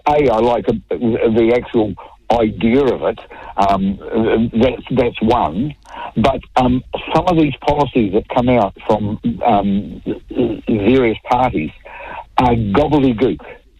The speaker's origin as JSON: {"language": "English", "country": "New Zealand", "said": "I'm a New Zealander who's probably like a lot of others and been on the computer looking at different policy statements from different parties."}